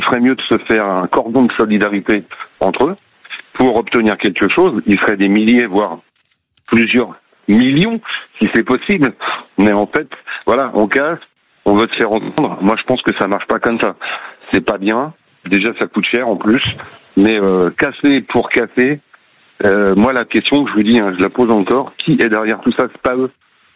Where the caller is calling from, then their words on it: Courson-les-Carrières, Bourgogne-Franche-Comté, France; Moi, je suis à côté d'Auxerre, je suis à Courson des Carrières.